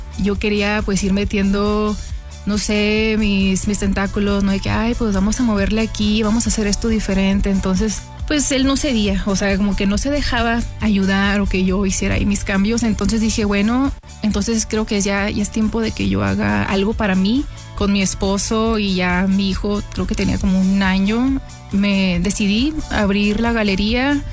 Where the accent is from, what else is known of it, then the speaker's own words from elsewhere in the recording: Ojinaga, Chihuahua, Mexico; Aún así, siendo mexicanos, yo siendo de Ojinaga, una frontera que, pues es, se vive ahí la vida, pues muy lento.